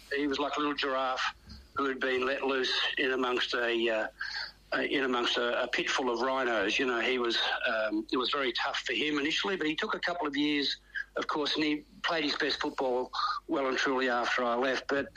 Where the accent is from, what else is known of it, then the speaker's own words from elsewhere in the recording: Shepparton, Victoria, Australia; moved away; we're both from Shepparton.